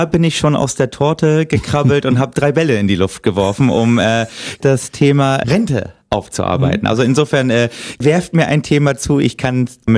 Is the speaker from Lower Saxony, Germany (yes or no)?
yes; Oldenburg, Lower Saxony, Germany; Ich komme aus Oldenburg, Niedersachsen, hinter jeder Idylle lauert die Gülle.